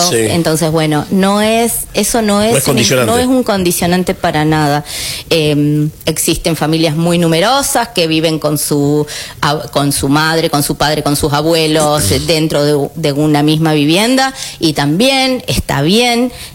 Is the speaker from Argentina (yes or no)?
yes; Argentina; los argentinos tenemos esto de siempre tenemos un platito más de comida